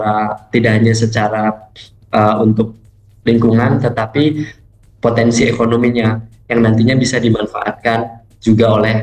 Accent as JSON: {"language": "Indonesian", "town": "Madiun", "region": "East Java", "country": "Indonesia", "tie": "born or raised there", "moved": "yes", "said": "Saya aslinya malah dari Madiun"}